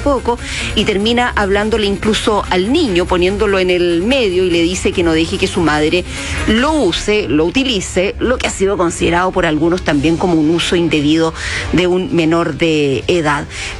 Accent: Chile; como humanos que somos, como chilenos que somos?

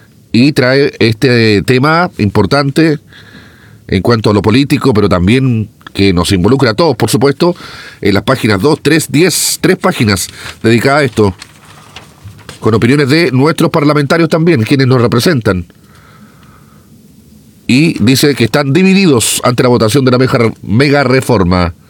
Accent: Chile; nos involucra a todos como chilenos y chilenas.

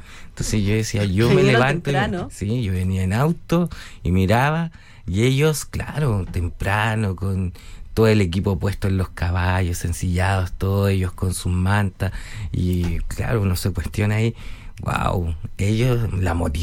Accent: Longaví, Maule, Chile; nosotros como longavianos

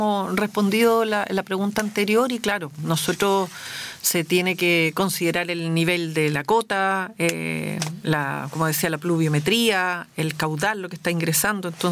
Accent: Linares, Maule, Chile; born there; Yo soy de acá de Linares, nací en Linares

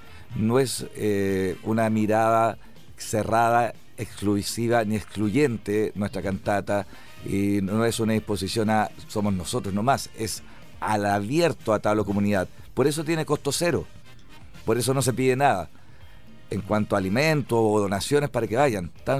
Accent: Linares, Maule, Chile; como linarenses no los conocemos

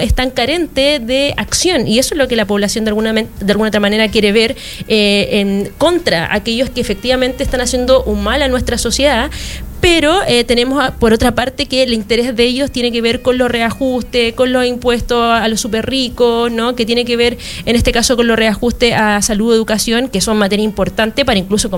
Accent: Valparaíso, Chile; No podemos quedar indiferente primero porque somos porteñas

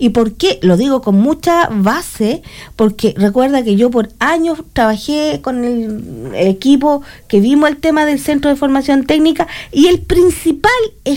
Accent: Cardenal Caro Province, O'Higgins, Chile

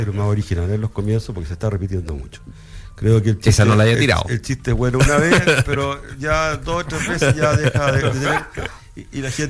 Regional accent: Santiago, Santiago Metropolitan Region, Chile; also born or lived in Viña del Mar; Yo soy de Santiago y viví también en Viña algún tiempo.

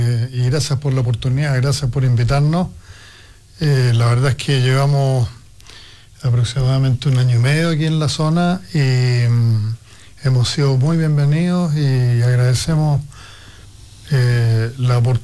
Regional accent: Santiago, Santiago Metropolitan Region, Chile; moved away as an adult; also born or lived in Osorno, Chile / Concepción, Chile / Chillán, Chile / Brazil; now in Coyhaique, Chile; Yo soy de Santiago

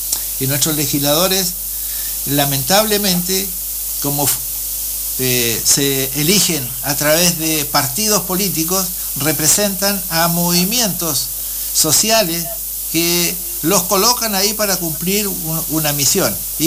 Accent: Chile; no significa que yo voy a dejar de ser chileno

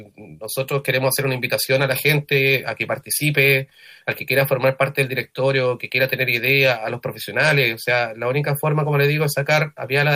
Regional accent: Chile

